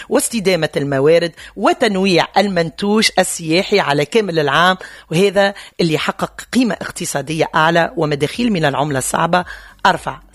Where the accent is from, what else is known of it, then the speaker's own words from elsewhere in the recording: Tunisia; واحنا كتوانسة